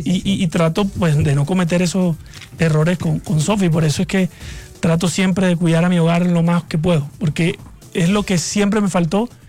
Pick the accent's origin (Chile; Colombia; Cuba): Colombia; Barranquilla, Atlántico; accent: costeño; also born or lived in Morelia, Michoacán, Mexico; Y ellos decidieron radicarse a vivir en Barranquilla. Entonces, yo, imagínate, desde los 2 años crecí en Barranquilla y por eso, obviamente, pues tengo mi acento, mi tumbado, todo el sabor costeño.